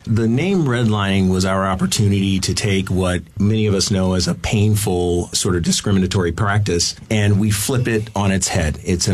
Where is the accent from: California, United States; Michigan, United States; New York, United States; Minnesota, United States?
California, United States; Los Angeles; And I grew up here in Los Angeles. I went to Venice Beach in general.